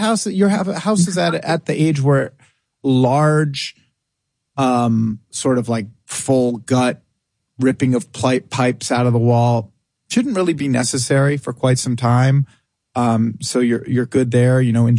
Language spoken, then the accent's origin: English; Atlanta, Georgia, United States; I'm from Atlanta.